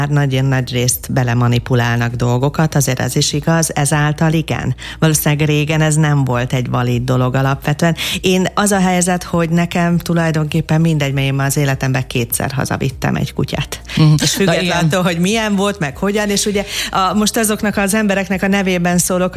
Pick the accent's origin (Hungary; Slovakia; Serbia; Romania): Romania; Transylvania; gyerekkoromban Erdélyben rengeteg mérges viperával, kígyóval találkoztam